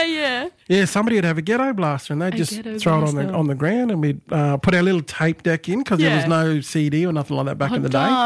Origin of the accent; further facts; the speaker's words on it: Toowoomba, Queensland, Australia; I loved it anyway growing up in Toowoomba in terms of, so we had like Sherberg mob, Cunnamulla, Charleville, St. George.